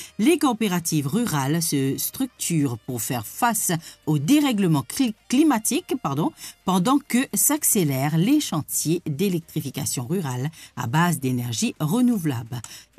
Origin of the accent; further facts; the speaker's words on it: Rodrigues, Mauritius; chez nous à Rodrigue